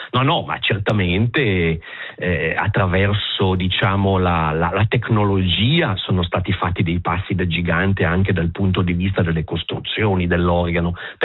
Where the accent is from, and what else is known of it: Ticino, Switzerland